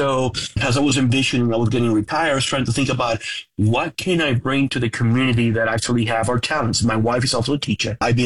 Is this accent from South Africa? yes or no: no; San Juan, Puerto Rico; moved away as an adult; now in Colorado Springs, United States; I'm actually originally from San Juan, Puerto Rico. I was born and raised in the island.